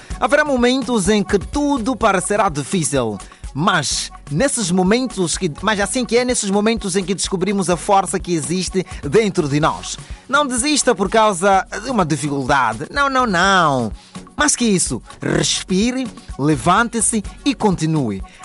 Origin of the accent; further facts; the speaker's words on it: France; also born or lived in Dubai / Abu Dhabi / Portugal; now in Mozambique; Eu nasci em Dubai. A minha infância resume-se na França. Fiz o ensino primário em Abu Dhabi. O ensino secundário foi em Portugal. Recentemente cheguei a Moçambique.